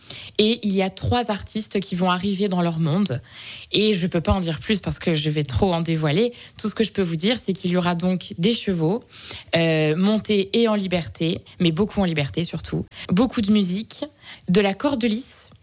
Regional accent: Hauts-de-France, France; On vient du sud de l'Oise à la base, justement à côté de la mer de sable du parc d'attractions.

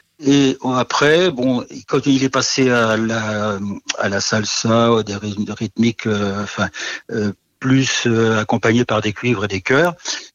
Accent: Nouvelle-Aquitaine, France; Moi, je suis plutôt du Poitou-Charentes, hein, en fait. Hein. Je suis un petit peu au sud.

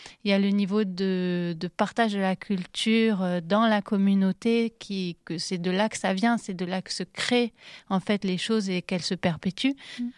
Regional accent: Lebanon; moi personnellement, je ne suis pas palestinienne, je suis libanaise

